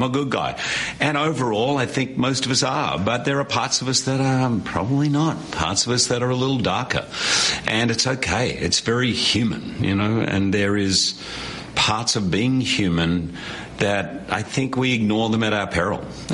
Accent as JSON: {"language": "English", "country": "Australia", "tie": "born or raised there", "said": "I mean, I grew up in Australia, so we would go to the cricket for 5 days in a row and sit there for 8 hours."}